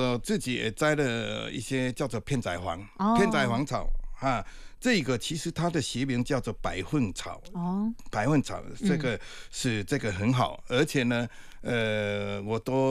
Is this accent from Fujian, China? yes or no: yes; Fujian, China; 我们这个闽南地区